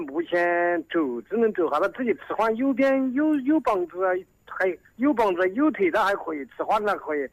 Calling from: Duobao, Hubei, China

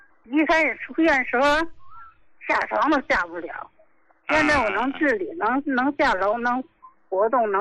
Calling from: Qinhuangdao, Hebei, China; 我是秦皇岛的，我今年68了。

